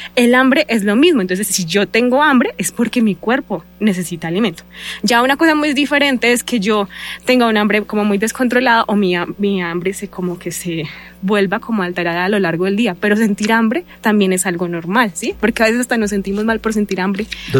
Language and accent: Spanish; Boyacá, Colombia; Soy de Boyacá, entonces yo he trabajado en varios municipios de Boyacá.